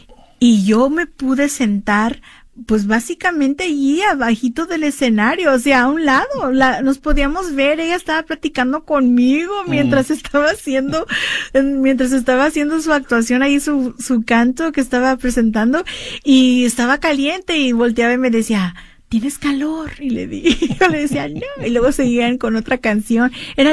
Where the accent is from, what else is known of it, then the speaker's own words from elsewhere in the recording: California, United States; born there; esa identidad que tenemos nosotras como chicanas aquí en California, pero para mí es una hermana teja, los tejanos son mis hermanos, porque somos nacidos aquí